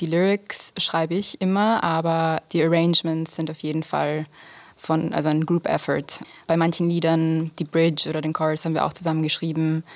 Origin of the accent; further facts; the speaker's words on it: Vienna, Austria; ich bin in Wien aufgewachsen. Ich bin halb Italienerin, halb Australierin, aber eigentlich Wienerin im Herzen. Also meine Eltern sind hergezogen für Musik